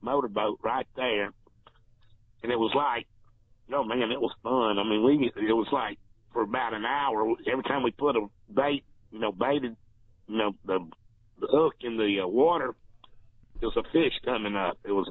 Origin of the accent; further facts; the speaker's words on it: Guntersville, Alabama, United States; We grew up in Lake Gunnersville. This was back around 1971, so that was a while back ago.